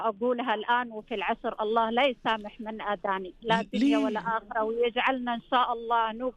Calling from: Asir, Saudi Arabia

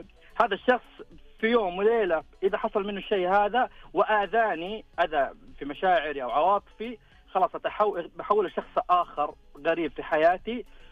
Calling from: Jazan, Jazan Province, Saudi Arabia; انا من جازان

